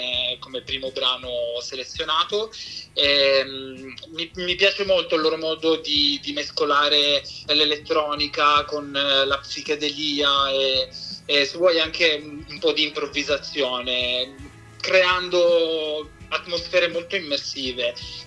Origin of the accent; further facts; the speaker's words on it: Turin, Piedmont, Italy; moved away as an adult; now in Milan, Italy; sono originario di Torino ma ormai vivo a Milano da una decina d'anni